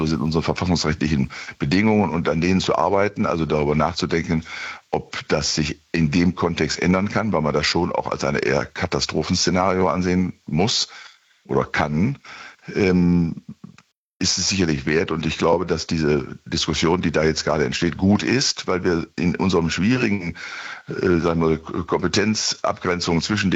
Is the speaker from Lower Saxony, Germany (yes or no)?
no; Bielefeld, North Rhine-Westphalia, Germany; in meiner Heimatstadt Bielefeld ist eine vor ja, 3-4 Jahren eine neue Ordnung des Innenstadtbereichs vorgenommen worden